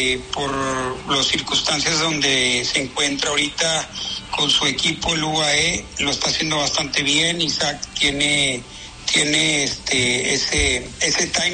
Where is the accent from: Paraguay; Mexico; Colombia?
Mexico; now in Europe